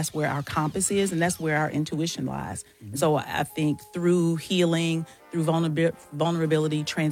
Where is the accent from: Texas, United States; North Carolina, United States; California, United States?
North Carolina, United States; Stedman; now in Rock Hill, United States; I'm from Stedman, North Carolina.